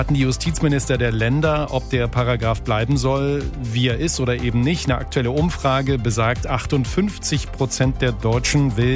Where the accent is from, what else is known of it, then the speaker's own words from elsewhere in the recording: Erfurt, Thuringia, Germany; born there; Auf Platz 1 kommt meine Geburtsstadt, Erfurt in Thüringen.